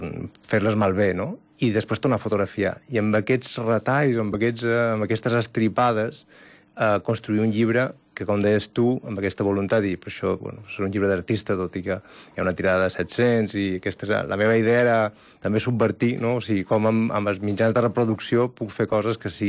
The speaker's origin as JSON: {"language": "Catalan", "region": "Balearic Islands", "country": "Spain", "said": "Jo soc de Mallorca i he estat altres vegades a Menorca"}